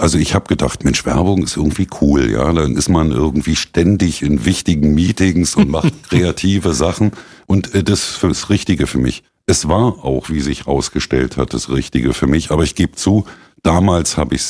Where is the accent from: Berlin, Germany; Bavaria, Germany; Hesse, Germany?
Berlin, Germany; also born or lived in Algeria; meine Geschwister und ich standen auch kurz vor der Einschulung und so nahm das Leben in Berlin Tiergarten seinen Lauf.